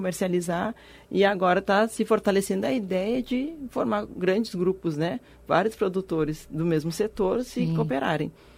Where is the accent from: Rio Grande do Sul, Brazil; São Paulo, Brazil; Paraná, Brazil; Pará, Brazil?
Rio Grande do Sul, Brazil; Santa Maria; moved away; lá no sul, sou de Santa Maria